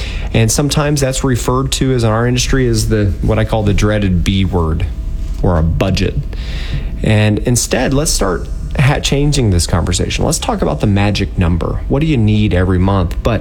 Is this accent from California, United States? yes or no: no; Dayton, Ohio, United States; I think is just so cool that we're actually from Dayton.